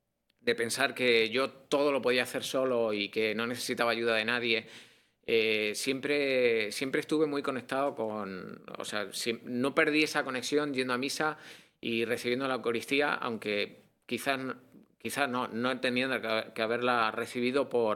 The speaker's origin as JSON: {"language": "Spanish", "country": "Spain", "tie": "born there", "said": "Yo soy de España, crecí en una familia muy católica."}